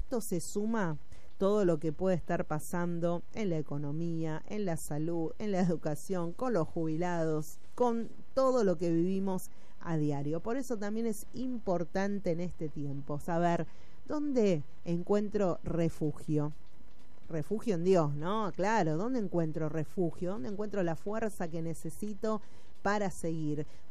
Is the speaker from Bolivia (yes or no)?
no; Argentina; esta es nuestra estilo de vida, estos somos como argentinos, ¿no?